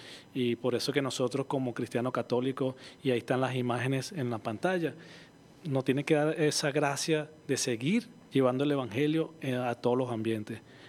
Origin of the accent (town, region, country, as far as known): Venezuela